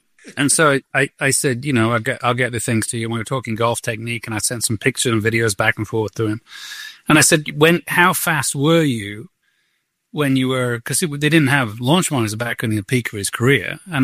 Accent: Northern England, United Kingdom; I mean, you know, I'm from Northern England, which is, you said you're from Missouri and kind of not the best part of Missouri, you said.

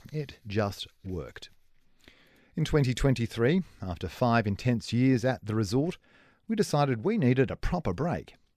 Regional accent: Perth, Western Australia, Australia; moved away as an adult; also born or lived in United States; now in Busselton, Australia; I'm originally from Perth

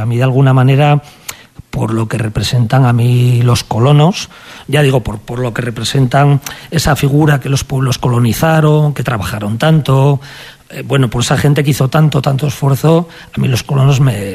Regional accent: Tudela, Navarre, Spain; tengo 58 años, y de alguna manera lo he aprendido con los años, ¿no? Bueno, yo soy de Tudela

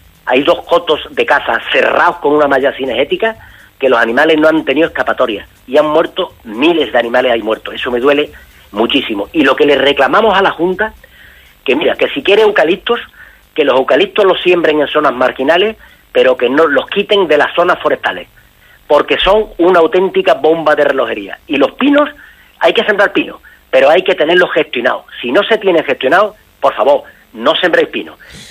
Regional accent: Berrocal, Andalusia, Spain; yo soy berrocaleño. Y vivo en Berrocal, criado aquí.

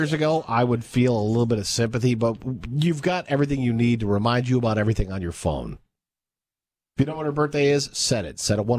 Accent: Michigan, United States; Well, I grew up in Michigan, so it feels like I've already seen a billion lakes.

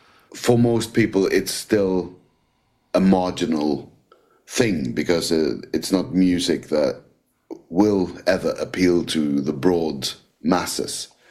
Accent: Norway; English is a second language; and I say I'm from Norway, it's not unusual to get the "Oh, Norway, black metal" comment.

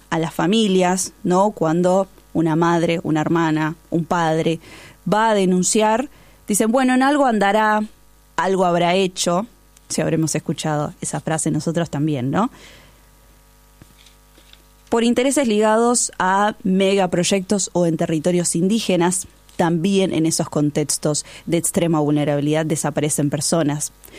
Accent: Argentina; Como argentinos es imposible que no nos interpele el dolor de estas madres.

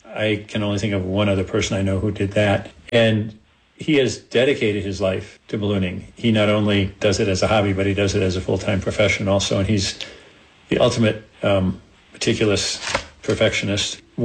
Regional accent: Connecticut, United States; I came out here from Connecticut, and it was a whole new world for me.

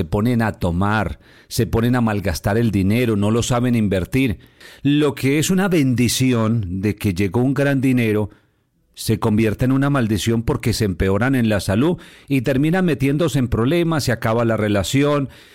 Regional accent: Colombia; now in Panama; es mi tierra, es mis raíces, de donde venimos.

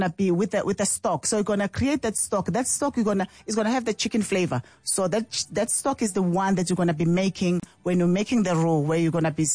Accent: South Africa; As South African

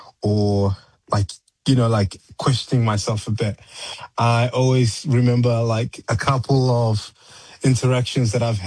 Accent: South Africa; born or raised there

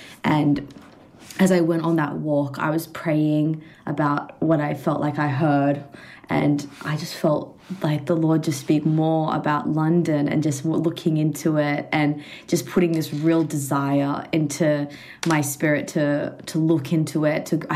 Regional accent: Melbourne, Victoria, Australia; now in United Kingdom; I'm from Melbourne, southeast of suburbs in Melbourne.

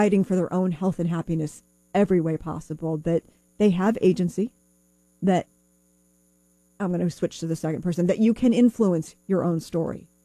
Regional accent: Bloomington, Indiana, United States; My very first smoky one in my hometown of Bloomington

